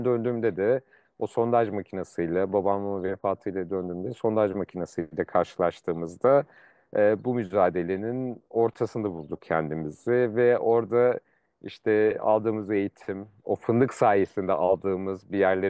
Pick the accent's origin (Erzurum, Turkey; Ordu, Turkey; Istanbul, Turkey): Ordu, Turkey; Fatsa; born there; moved away; ben orada doğdum. Altın madenine çok yakın bir köyde dede toprakları olan, işte babası ben çalışırken o köyde emekli olduktan sonra muhtarlık yapan o köyün çok yakın, altın madenine çok yakın bir köyün muhtarının oğluyum ben.